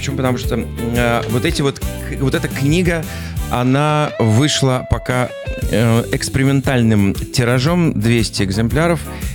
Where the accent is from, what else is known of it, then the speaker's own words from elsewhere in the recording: Novosibirsk, Novosibirsk Oblast, Russia; born there; moved away; Я действительно из Новосибирска. Именно из Новосибирска. Да. Я всегда с гордостью говорю вообще в любой точке земного шара, что я родился в Сибири, что я сибиряк.